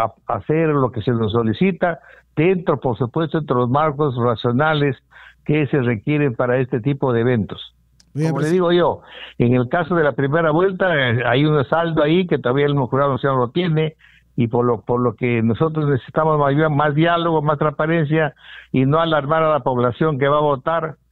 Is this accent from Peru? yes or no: yes; Peru; aquí hay que ser creativos como peruanos